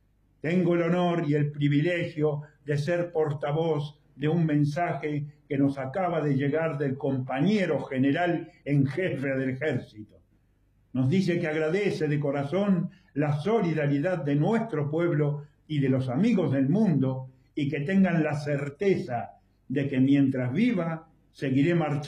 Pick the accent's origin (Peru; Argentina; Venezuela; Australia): Argentina; En mi condición de argentino, que desde hace 28 años recibo el enorme cariño y la hermandad por sentirme abrazado como un cubano más